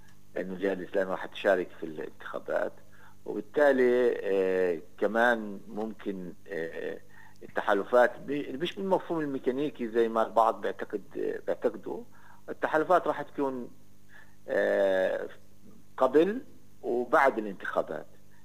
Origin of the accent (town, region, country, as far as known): Palestine